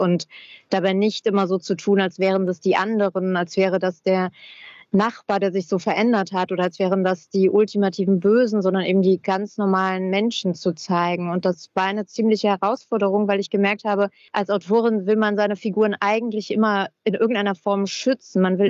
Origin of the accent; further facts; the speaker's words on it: Hermeskeil, Rhineland-Palatinate, Germany; born there; Ich trete dann, wenn überhaupt, wahrscheinlich Hermeskeil meinem Geburtsort nahe.